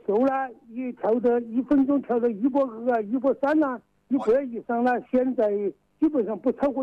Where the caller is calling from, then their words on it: Gong'an, Hubei, China; 我是湖北公安县的闸口镇的。